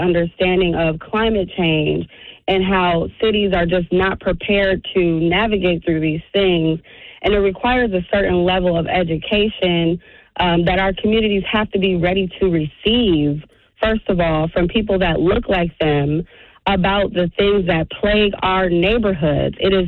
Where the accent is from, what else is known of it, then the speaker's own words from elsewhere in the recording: Milwaukee, Wisconsin, United States; I am from Milwaukee.